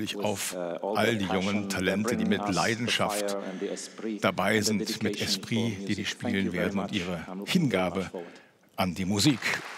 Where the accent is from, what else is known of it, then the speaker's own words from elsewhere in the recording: Armenia; vor allem weil es in diesem Jahr in Armenien stattfindet, meine Heimat.